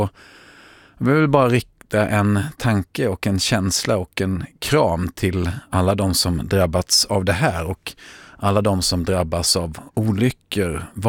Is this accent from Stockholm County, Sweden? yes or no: no; Kronoberg County, Sweden; mellan Alvesta och Växjö, och särskilt noga följer jag den eftersom det är min hemmaplan. Det är där jag är född och uppvuxen och har tillbringat mycket tid.